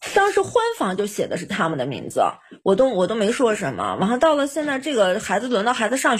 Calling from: Xinjiang, China; 我是新疆人

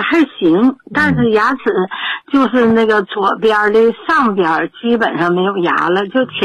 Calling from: Shenyang, Liaoning, China; 我是沈阳的。

